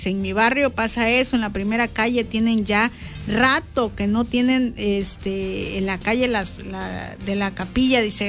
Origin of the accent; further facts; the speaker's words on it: Mexico; como buenos mexicanos nos conocemos y sabemos cómo somos